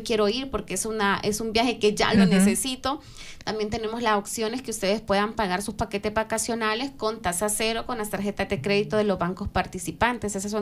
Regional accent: El Salvador

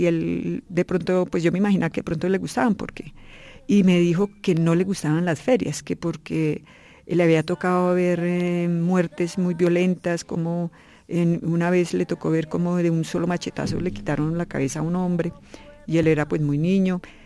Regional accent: Bogotá, Colombia; Yo soy de acá, de la ciudad de Bogotá. Nací en el Hospital San Pedro Claver, que se llamaba en esa época

